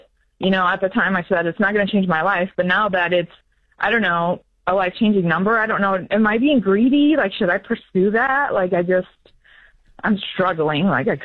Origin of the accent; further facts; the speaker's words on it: United States; The three, grew up in the household. I did not. I grew up in the States with my mom.